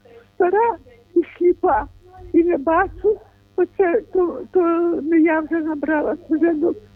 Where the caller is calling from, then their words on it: Rivne, Rivne Oblast, Ukraine; Я з Рівно.